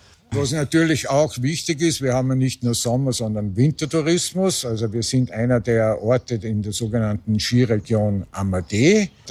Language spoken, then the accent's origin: German; Radstadt, Salzburg, Austria; Ich komme aus Rahlstedt und bin leibhaftiger Eingeborener